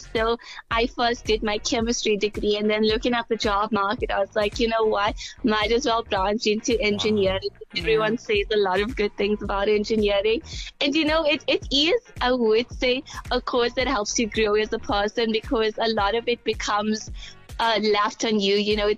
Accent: South Africa

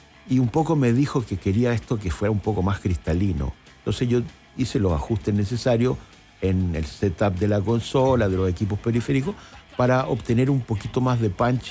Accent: Viña del Mar, Valparaíso, Chile; moved away; Porque yo, por cierto, no soy de Santiago, soy de Viña. Y yo me brinqué de Viña del Mar al extranjero.

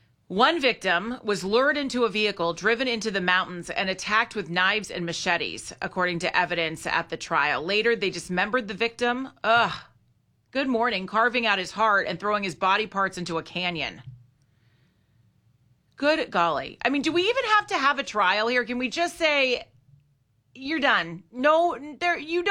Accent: California, United States; I grew up around the Angeles National Forest.

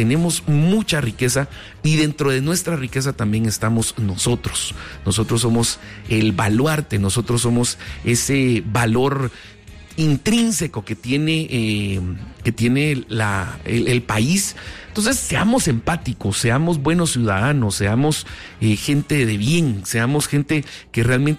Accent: Guatemala; realmente nosotros como guatemaltecos debemos de sentirnos bendecidos, porque hay mucha riqueza en muchos aspectos.

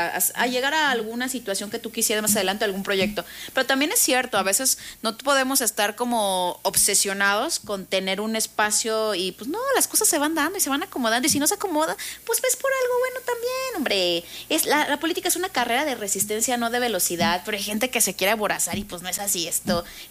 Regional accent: La Piedad, Michoacán, Mexico; yo, por ejemplo, soy de La Piedad, saludos hasta La Piedad, por cierto.

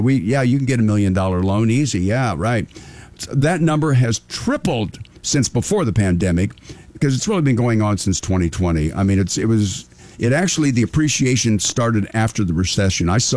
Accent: Wyoming, United States; now in Sacramento, United States; Even my home state of Wyoming

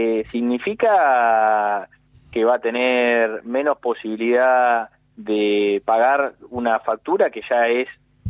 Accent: Argentina; pero como argentino te indigna y te hace que es imposible no odiarlo a Milei, ¿no?

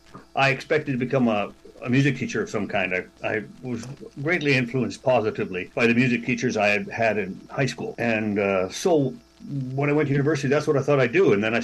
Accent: Niagara-on-the-Lake, Ontario, Canada; also born or lived in Waterloo; when I grew up in Niagara on the Lake. My Mennonite background. My dad was a Mennonite minister

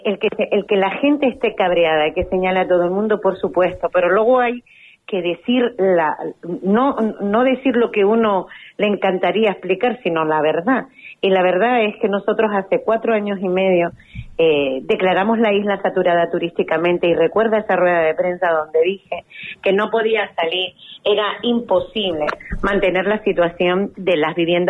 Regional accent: Lanzarote, Canary Islands, Spain; es con mi isla y con mi tierra.

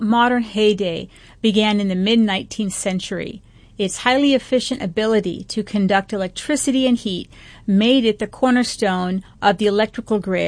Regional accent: Arizona, United States; Growing up in Arizona, we learned about Arizona history.

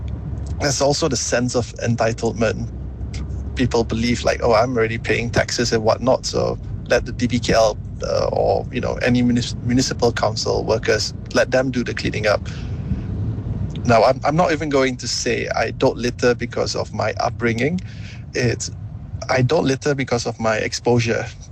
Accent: Malaysia; I'm very white passing. No one would assume I'm Malaysian.

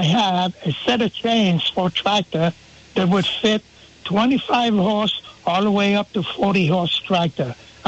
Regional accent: Quebec, Canada; born there; accent: French; I was born in Quebec, yes.

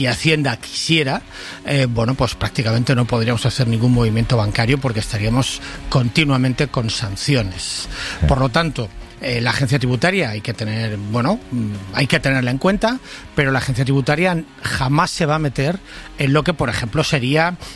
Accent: Valencia, Valencian Community, Spain; estoy en Radio Valencia, vale, en mi ciudad natal, en Valencia

